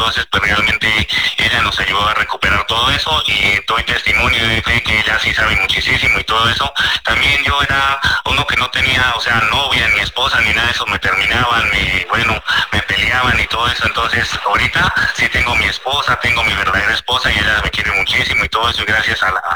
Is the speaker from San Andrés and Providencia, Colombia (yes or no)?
no; Mozo, Boyacá, Colombia; Yo vengo de Mozo, Boyacá.